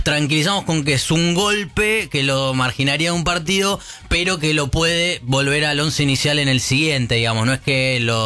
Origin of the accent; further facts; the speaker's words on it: Argentina; a uno le genera mucha admiración como argentino, como hincha de la selección